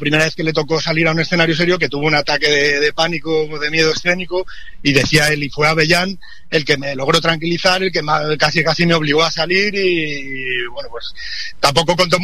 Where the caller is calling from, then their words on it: Madrid, Community of Madrid, Spain; Estoy en Madrid.